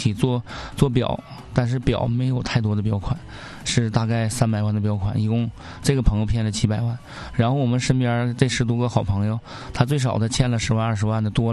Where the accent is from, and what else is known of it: Northeast China, China; accent: Northeastern dialect